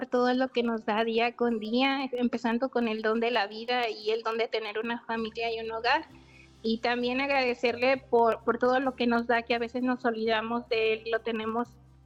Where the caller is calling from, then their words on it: Puebla, Mexico; Del estado de Puebla.